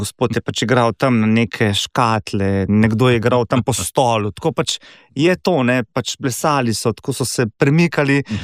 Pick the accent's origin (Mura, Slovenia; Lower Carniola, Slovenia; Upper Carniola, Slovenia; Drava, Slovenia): Upper Carniola, Slovenia; Škofja Loka; Bobne je deleč od tega, ker dejansko pač prihajam iz Škofje Loke in tam ni bilo, ne, pač ni bilo ne učitelja, ni bilo sploh predmeta tolkala ali pa bobni.